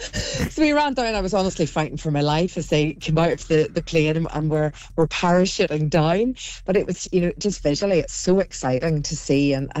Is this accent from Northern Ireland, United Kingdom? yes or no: yes; Northern Ireland, United Kingdom; It was in my hometown, so it felt extra special. The sun shone, and it was just absolutely buzzing the whole day. And I think what was really wonderful about it is, in Northern Ireland, wearing, you know, uniform in public is not something we see often.